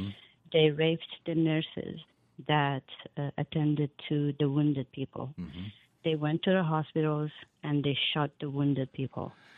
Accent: Iran; now in Mission Viejo, United States; I'm Iranian American.

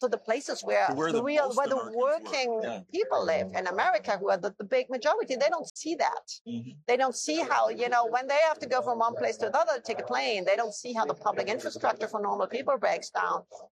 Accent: Germany; I'm from Germany

